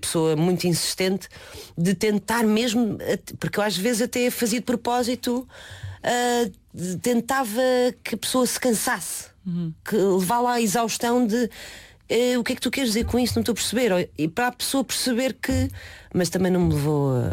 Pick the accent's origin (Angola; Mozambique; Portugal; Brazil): Portugal; Cascais, Lisbon; born there; first language Mandarin; Portuguese is a second language; also born or lived in Leiria / China; Sou de Leiria. Não, por acaso acho que nunca tive o hábito de dizer que sou de Leiria, porque nasci lá e com meses de idade mudei-me para Cascais. Mudei-me? Não, os meus pais mudaram-se e levaram-me atrás. E passei as minhas férias escolares em Leiria até aos meus 12, 13 anos.